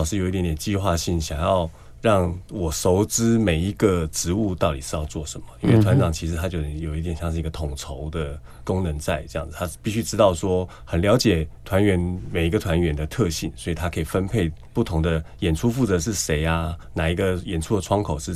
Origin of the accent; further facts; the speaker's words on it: Kaohsiung, Taiwan; 我是南部人，我从高雄来台北看了2场